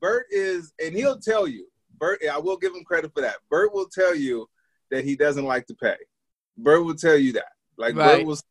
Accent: Chicago, Illinois, United States; when they find out I'm from Chicago, they'll be like, oh, what do you think about the Sox and the Cubs?

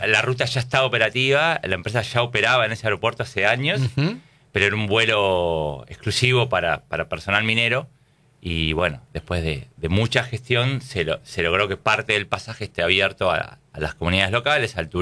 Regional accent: Buenos Aires, Argentina; moved away

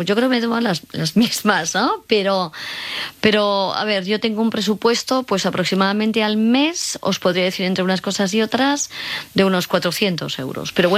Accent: Cuenca, Castilla-La Mancha, Spain; now in Madrid, Spain

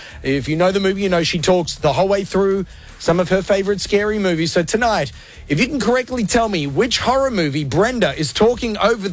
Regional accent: Gold Coast, Queensland, Australia; A Tasmanian devil is still on the loose on the Gold Coast, my hometown, baby!

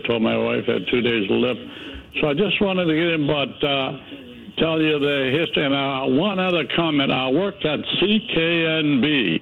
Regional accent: Campbellton, New Brunswick, Canada; also born or lived in Gagetown; now in Fredericton, Canada; But I grew up in Campbellton.

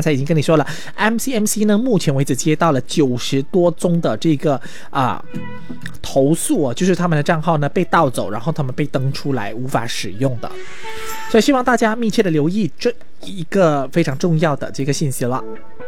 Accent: Malaysia; 我觉得特别适合我们马来西亚人。

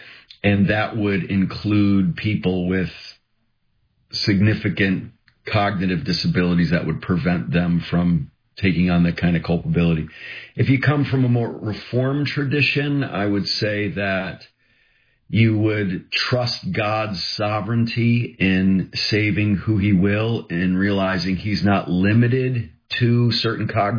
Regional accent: Connecticut, United States; now in La Mirada, United States; I am originally from Connecticut

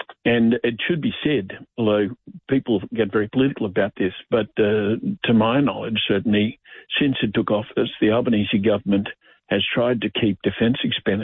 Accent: Australia; But if, as Australians, we want to get focused, you want a deeper knowledge, read the book.

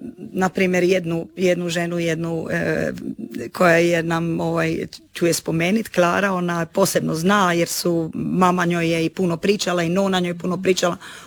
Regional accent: Sveti Petar, Croatia; Sandra nije Svetog Petra pa ne zna, ja jesam

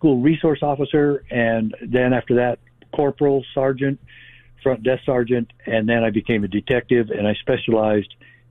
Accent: Arizona, United States; also born or lived in Utah, United States; And I'm not from Utah. I'm from Arizona, but I stayed in Utah for a while

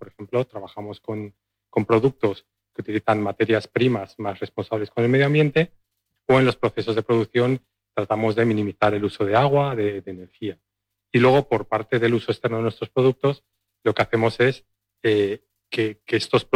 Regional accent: Valladolid, Castile and León, Spain; moved away; Yo soy de Valladolid.

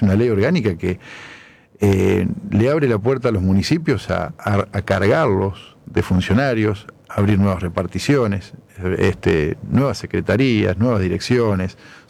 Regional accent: Argentina; Tan argentinos que somos porque decimos, no somos argentinos por un choripano al dulce de leche, no seamos pelotudos.

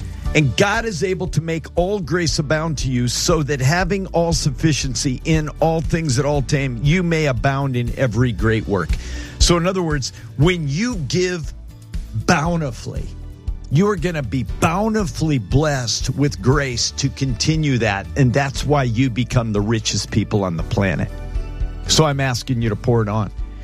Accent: Homer, Alaska, United States; born there; Lucinda, I was born in Homer, Alaska.

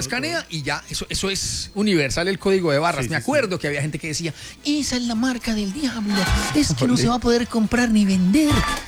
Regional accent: Tolima, Colombia; en mi departamento, el Tolima, de donde yo soy

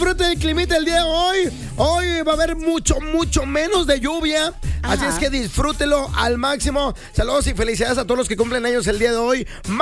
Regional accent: Mexico; Como buenos ciudadanos mexicanos.

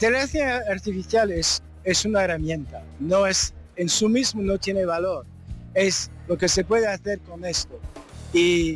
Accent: France; Spanish is a second language; Soy francés de padres españoles

